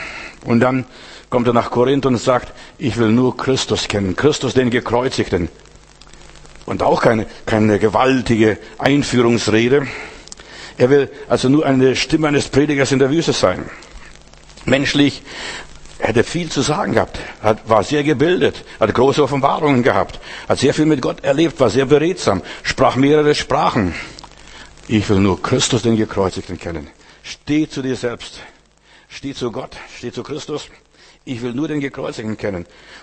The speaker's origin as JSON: {"language": "German", "country": "Germany", "said": "Ich muss mich schämen, dass ich ein Deutscher bin."}